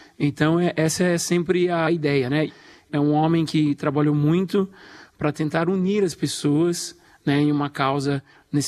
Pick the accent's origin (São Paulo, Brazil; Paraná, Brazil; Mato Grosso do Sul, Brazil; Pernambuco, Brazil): São Paulo, Brazil; Itu; moved away as an adult; now in United States; E são 14 anos já morando nos Estados Unidos. Eu sou do interior de São Paulo, de Itu. Cresci tocando em projeto social, banda de música, estudei na Unicamp.